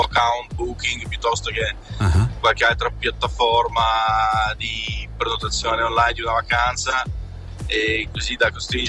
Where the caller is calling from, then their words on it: Reggio Emilia, Emilia-Romagna, Italy; da Reggio Emilia.